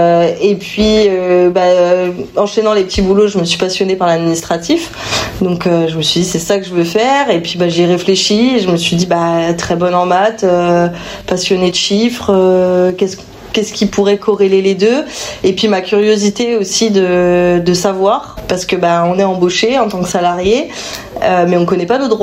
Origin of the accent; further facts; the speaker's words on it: Chalon-sur-Saône, Bourgogne-Franche-Comté, France; Oui, moi je suis natif de Chalon.